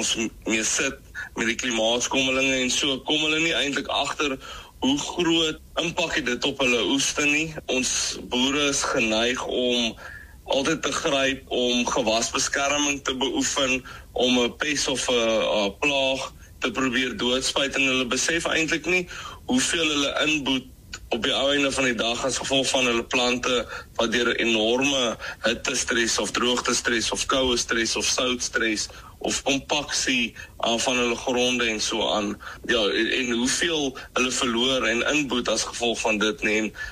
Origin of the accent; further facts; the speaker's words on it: Louis Trichardt, Limpopo, South Africa; Ek dink ek begin eerder by die mooi dorpie waar ek groot geword het. Ek kom van Louis-Trichardt af en natuurlik is landbou baie pertinent gedeelte van die dorp.